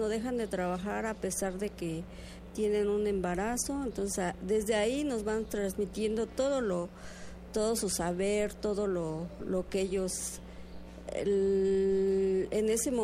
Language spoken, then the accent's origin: Spanish; Santa María Atzompa, Oaxaca, Mexico; soy originaria de Santa María Atzompa, orgullosamente artesana.